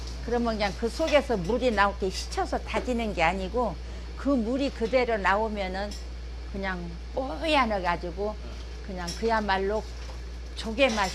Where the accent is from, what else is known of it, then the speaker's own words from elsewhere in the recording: Gaehwado, North Jeolla, South Korea; 저 고향이 개화도예요.